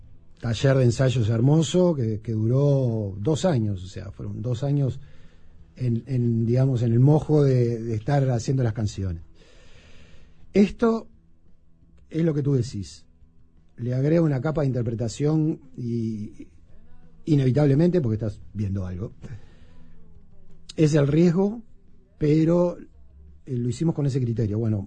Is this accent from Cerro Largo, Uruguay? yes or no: no; Montevideo, Uruguay; Yo vivía cerca de ahí. Como niño me crié en Villa Dolores. y íbamos mucho al zoológico y al planetario.